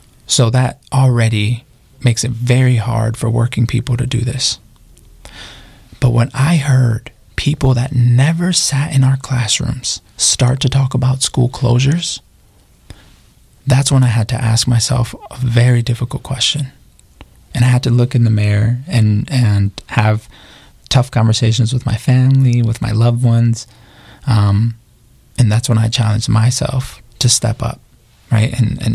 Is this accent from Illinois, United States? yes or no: yes; Chicago, Illinois, United States; also just as a Chicagoan.